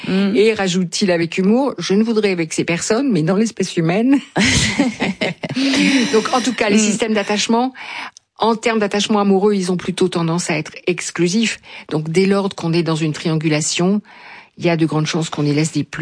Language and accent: French; France; je suis française et que c'est ici que je consulte.